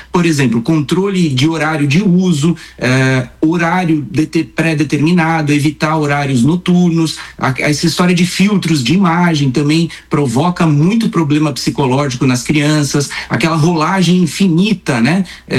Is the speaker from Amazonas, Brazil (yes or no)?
no; Botucatu, São Paulo, Brazil; Na minha infância lá em Botucatu, no interior, que a gente se preocupava muito mais em praticar esporte, brincar na rua porque tinha segurança